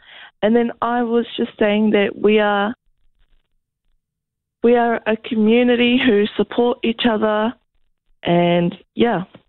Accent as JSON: {"language": "English", "town": "Kaikohe", "region": "Northland", "country": "New Zealand", "tie": "born or raised there", "said": "she tragically lost her life in my hometown"}